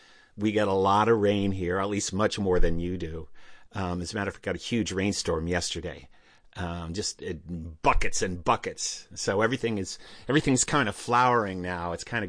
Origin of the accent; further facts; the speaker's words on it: Ohio, United States; born there; I was born in Ohio.